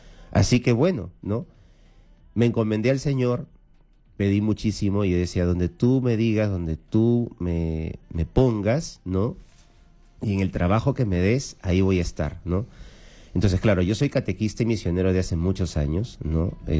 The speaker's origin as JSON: {"language": "Spanish", "region": "Lima", "country": "Peru", "also_born_or_lived": "Ica", "moved": "yes", "lives_now": "Callao, Peru", "said": "Yo vengo de Ica, en realidad yo vengo de Ica, hace 2 meses estoy aquí ya viviendo en Lima, pero yo vengo de Ica. O sea, yo soy de Lima, pero me mudé a Ica porque ahí tenemos nuestra casa."}